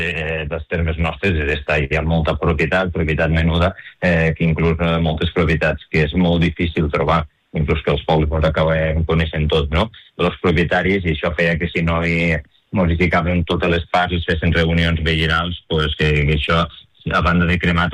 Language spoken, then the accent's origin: Catalan; Paüls, Catalonia, Spain; Al meu poble, a Paüls